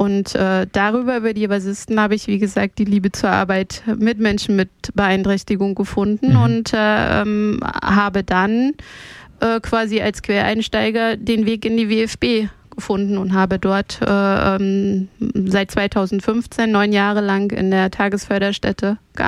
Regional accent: eastern Germany, Germany; ich bin in den im Osten groß geworden

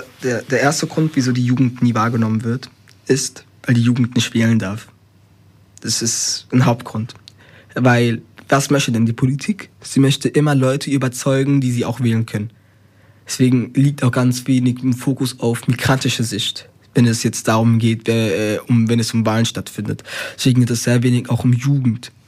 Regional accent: Spain; German is a second language; now in Germany; wenn ich hier ankomme in Deutschland als Spanier, ich bin aus der spanischen Tradition hier nach Deutschland gekommen

